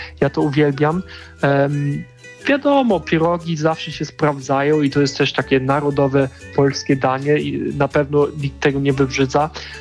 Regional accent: Germany; Polish is a second language; now in Poland; my w Niemczech jemy je zawsze na słodko i dopiero w Polsce odkryłem

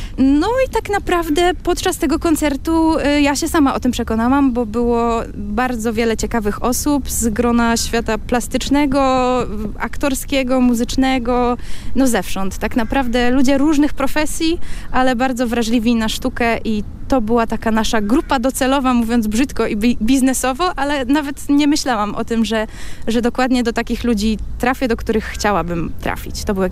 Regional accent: Warsaw, Masovian Voivodeship, Poland; jestem z Warszawy

